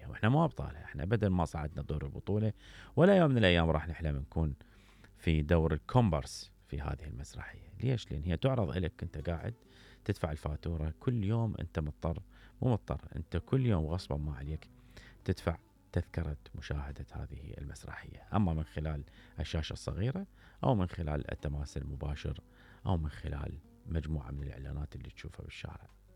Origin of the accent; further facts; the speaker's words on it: Iraq; إحنا كعراقيين